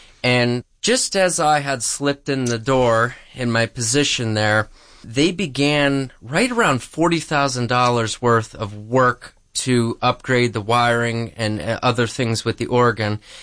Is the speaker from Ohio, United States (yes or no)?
no; Dallas, Pennsylvania, United States; now in West Pittston, United States; Well, I was born and raised in Dallas, Pennsylvania, and my wife and I moved to West Pittston